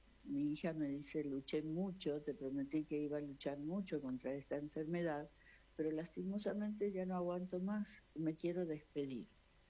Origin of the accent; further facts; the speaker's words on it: Argentina; moved away as an adult; now in Asunción, Paraguay; Sí, yo nací en la Argentina porque mis padres fueron paraguayos que se radicaron en la Argentina y bueno, fue así como yo nací en ese país hermano